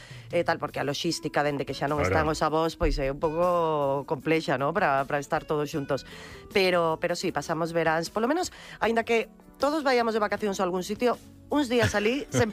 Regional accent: Cedeira, Galicia, Spain; sí, sí, sinto moita honra por Ferrol, sí, pero... pero son de Cedeira.

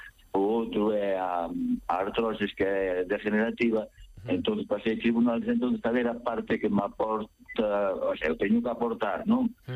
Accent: Oza-Cesuras, Galicia, Spain; Moi buenas. Son de Oza, Cesuras.

